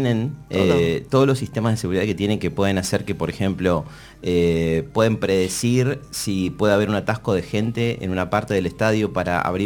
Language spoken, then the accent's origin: Spanish; Villa Albertina, Buenos Aires, Argentina; born there; Yo nací en Santa Marta, Villa Albertina, creo que es bastante potrero